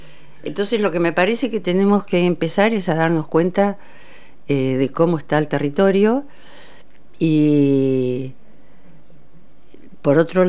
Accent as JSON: {"language": "Spanish", "town": "Necochea", "region": "Buenos Aires Province", "country": "Argentina", "moved": "yes", "said": "y soy de Necochea"}